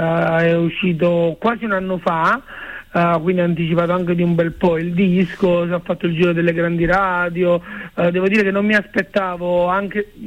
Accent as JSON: {"language": "Italian", "region": "Campania", "country": "Italy", "also_born_or_lived": "Seville", "moved": "yes", "lives_now": "Milan, Italy", "said": "Sono del Cilento, sì, okay. Però vivo da tanti anni a Milano."}